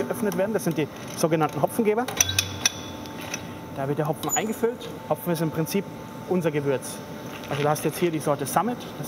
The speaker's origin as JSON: {"language": "German", "region": "Bavaria", "country": "Germany", "moved": "as an adult", "lives_now": "Hesse, Germany", "said": "Aus Oberbayern, aus der Nähe von München."}